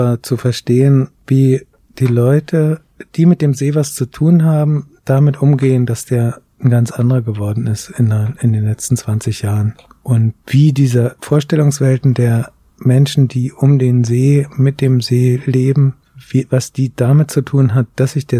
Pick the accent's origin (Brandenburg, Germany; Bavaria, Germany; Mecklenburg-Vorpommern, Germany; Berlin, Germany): Brandenburg, Germany; moved away as an adult; now in Helsinki, Finland; Also ich bin am Stichlinsee groß geworden